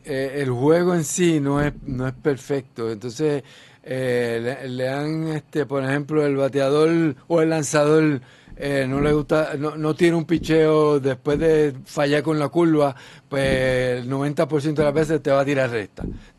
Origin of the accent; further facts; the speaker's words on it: Puerto Rico; moved away; en Puerto Rico yo me crié con toda clase de seres humanos